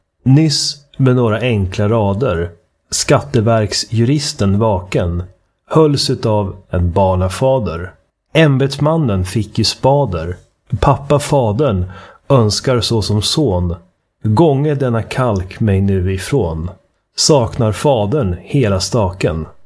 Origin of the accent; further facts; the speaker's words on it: Uppsala, Uppsala County, Sweden; born there; Det åt man alltid hemma i Uppsala.